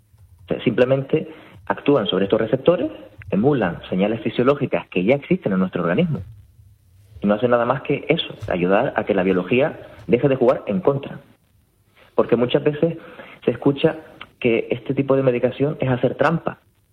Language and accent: Spanish; Canary Islands, Spain; accent: Canarian; Con mi acento canario igual puede pasar desapercibida esa